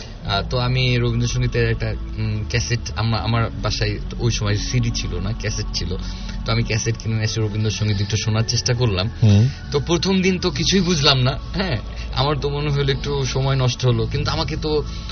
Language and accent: Bangla; Khulna, Khulna Division, Bangladesh; also born or lived in Jhenaidah; আমি আমার ছোটবেলাটা কেটেছে, বড় হয়েছে আসলে খুলনাতে। আমি খুলনা খালিশপুর পোর্ট স্কুল, যেটা মোংলা বন্দর কর্তৃপক্ষ খুলনা খালিশপুরে, ওখানে আমি বড় হয়েছি।